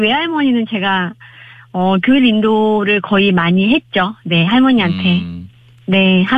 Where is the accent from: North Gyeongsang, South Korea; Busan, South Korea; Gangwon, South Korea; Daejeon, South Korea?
Gangwon, South Korea; Gangneung; now in Seoul, South Korea; 고향이에요.